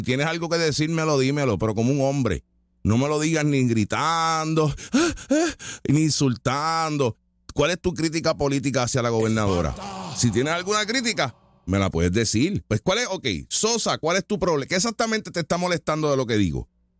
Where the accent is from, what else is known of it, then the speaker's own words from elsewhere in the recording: Puerto Rico; Y hoy en día nacimos, claro, ya somos puertorriqueños porque nacimos aquí.